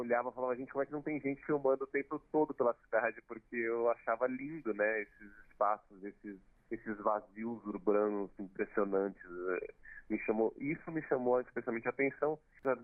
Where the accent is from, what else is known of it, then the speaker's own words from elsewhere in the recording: São Paulo, Brazil; moved away as an adult; also born or lived in Chapada dos Veadeiros; now in Brasília, Brazil; Eu venho de São Paulo, que é uma cidade onde não tem espaço visual. Para onde você olha, tem prédio, tem muro, tem rua.